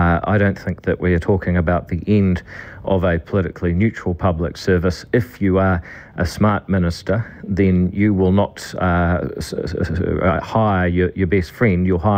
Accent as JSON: {"language": "English", "country": "New Zealand", "said": "as a New Zealander"}